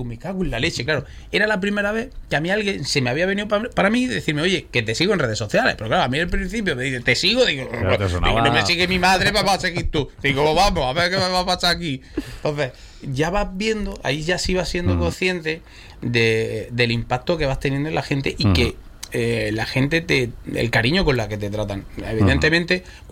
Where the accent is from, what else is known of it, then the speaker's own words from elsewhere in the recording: Andalusia, Spain; Sí, es que sí, es que somos andaluces.